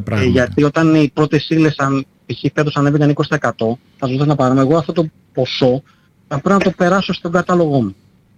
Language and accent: Greek; Athens, Attica, Greece; now in Chalkidiki, Greece; επειδή έμεινα και στην Αθήνα, όταν μεγάλωσα στην Αθήνα